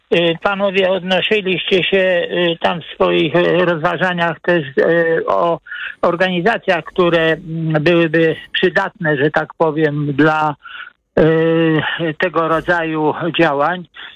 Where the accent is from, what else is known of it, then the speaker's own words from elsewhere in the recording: Warsaw, Masovian Voivodeship, Poland; ponieważ jestem z Warszawy.